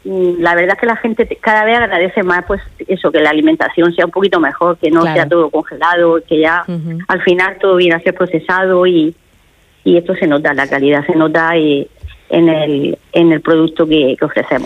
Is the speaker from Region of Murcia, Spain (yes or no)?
yes; Cartagena, Region of Murcia, Spain; somos cartageneros